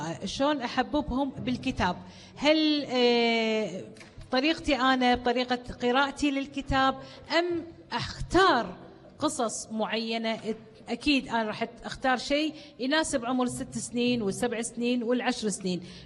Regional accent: Kuwait; في اماكن جميلة جدا عندنا بالكويت

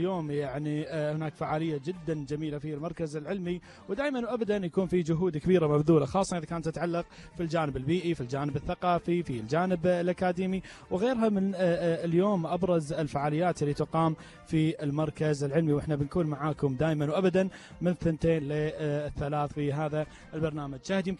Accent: Kuwait; لأن مثل بلدنا الكويت وإحنا بلد ساحلي نطلع البحر

